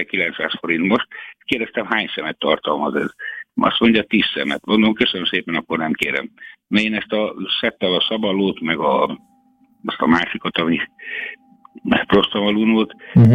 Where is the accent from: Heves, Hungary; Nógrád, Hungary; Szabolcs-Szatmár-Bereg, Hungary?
Szabolcs-Szatmár-Bereg, Hungary; hogy Magyarországon, hát Szabolcsi vagyok, Magyarországon NB3-ban